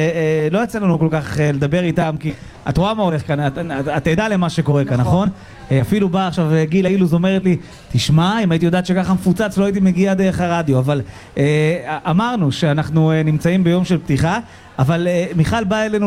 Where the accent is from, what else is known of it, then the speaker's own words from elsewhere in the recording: Kiryat Ata, Haifa District, Israel; אני כאחד שנולד, גדל, ועד היום אני גר בקריית אתא